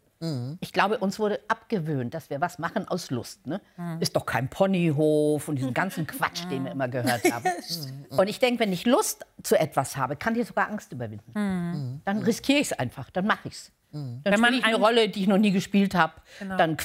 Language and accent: German; Lower Saxony, Germany; born there; now in Munich, Germany; Geborene Niedersächsin.